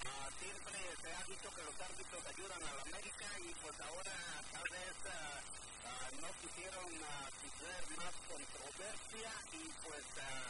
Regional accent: Mexico; como somos los mexicanos buenos para poner sobrenombres

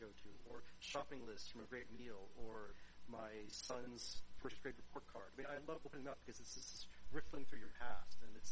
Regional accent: Florida, United States; I think that's from growing up in Florida where, we were a middle-class family.

